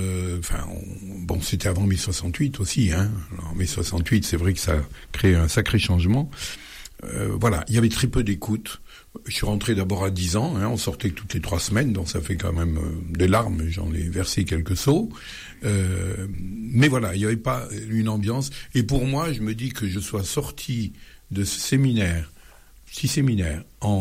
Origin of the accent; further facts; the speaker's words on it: Baternay, Auvergne-Rhône-Alpes, France; born there; Alors, je suis né à Baternay, je suis un petit village du nord Drôme.